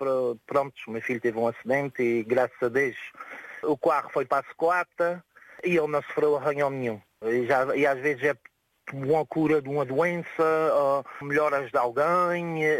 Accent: Praia da Vitória, Azores, Portugal; born there; Os meus pais, eu e os meus irmãos, nascemos cá na Ilha Terceira. Mas primeiro vieram os meus avós, depois os meus pais, da Madeira, da Ilha da Madeira.

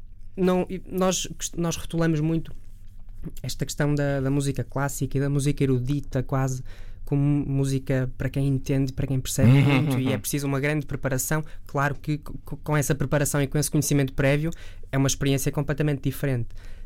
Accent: Santo Tirso, Norte, Portugal; moved away as an adult; also born or lived in Amsterdam / Geneva; Eu sou de Santo Tirso.

